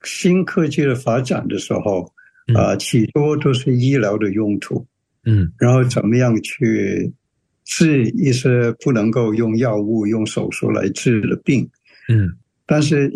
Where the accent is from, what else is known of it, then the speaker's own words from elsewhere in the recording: Hong Kong; moved away as an adult; now in United States; 其实我是在香港长大的。然后我来美国在普林斯顿念本科。然后医学院是在哈佛医学院。毕业以后就留在美国做医生了，就做了几十年。